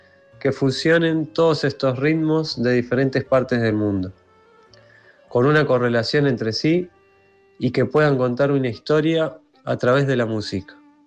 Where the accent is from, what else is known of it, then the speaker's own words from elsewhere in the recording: Buenos Aires Province, Argentina; artista argentino de la provincia de Buenos Aires